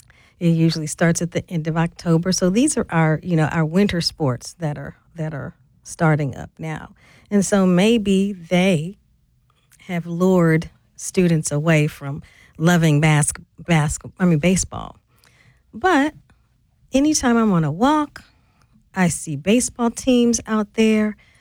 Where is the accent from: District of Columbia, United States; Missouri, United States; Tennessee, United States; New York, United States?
Missouri, United States; St. Louis; When I grew up, as I mentioned, I grew up in St. Louis.